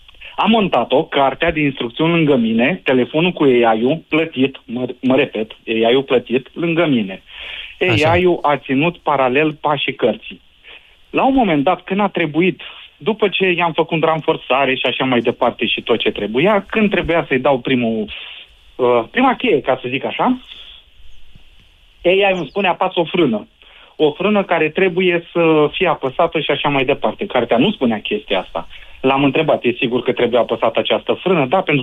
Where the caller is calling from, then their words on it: Iași, Iași County, Romania; Sunt din Iași.